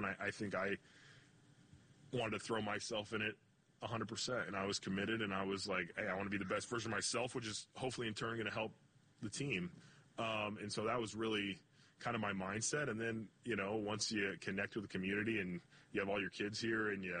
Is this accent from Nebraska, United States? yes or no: no; California, United States; I am from Southern California, but I think if you look at my background and family, like, it's based off of, like, blue-collar hard work.